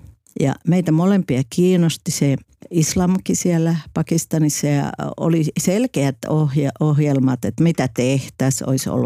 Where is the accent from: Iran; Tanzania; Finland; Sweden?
Tanzania; Kilimanjaro; Finnish is a second language; Kaikki kysyy, mistä mä oon kotosi, niin mä sanon, että made in Kilimanjaro.